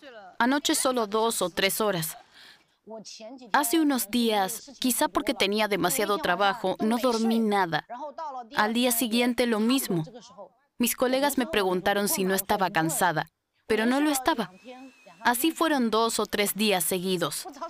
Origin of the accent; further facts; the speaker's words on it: Yangshuo, Guangxi, China; Nací y crecí en Yangshuo, una región muy pintoresca.